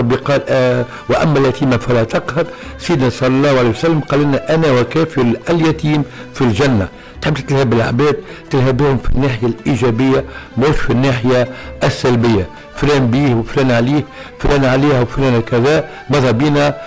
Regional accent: Tunisia

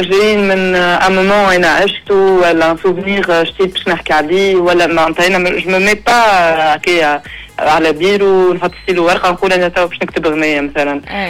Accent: Tunisia; accent: Tunisian; ولهجتنا خاطر ياسر نحبها ونطلع نهبط نحكي بالتونسي انا ونعبر بالتونسي دونك بالنسبه ليا اسهل لهجه نجم نحكي بها على حاجات صادقه هو لهجتي

